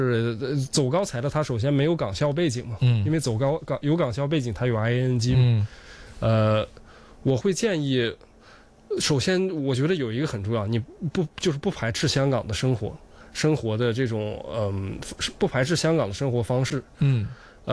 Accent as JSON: {"language": "Chinese", "region": "northern China", "country": "China", "moved": "as an adult", "lives_now": "Hong Kong", "said": "我就是开始学广东话，然后到现在就是这个，因为我是北方人，其实学起来并不容易。然后但是到现在我可以这个基本的一些工作交流我都可以用广东话完成"}